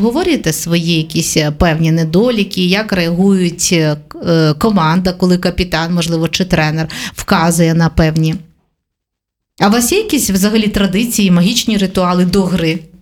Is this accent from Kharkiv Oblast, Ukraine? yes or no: no; Korosten, Zhytomyr Oblast, Ukraine; accent: Korosten surzhyk; Ну, ми в такому місті прожили і живемо, що іноді бувають слова. А ти кажеш, це у мене суржик коростанський.